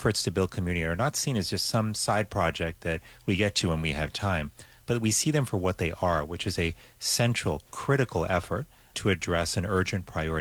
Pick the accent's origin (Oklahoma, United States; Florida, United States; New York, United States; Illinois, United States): Florida, United States; Miami; born or raised there